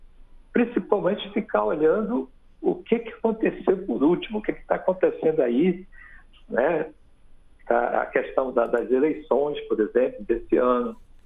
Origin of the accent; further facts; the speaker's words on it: Manaus, Amazonas, Brazil; Eu sou amazonense, da cidade de Manaus mesmo, tá certo? Então tenho muito orgulho do meu estado